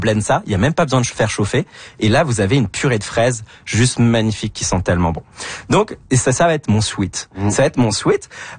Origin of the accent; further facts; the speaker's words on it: France; Je suis français, ça fait partie de ma nationalité.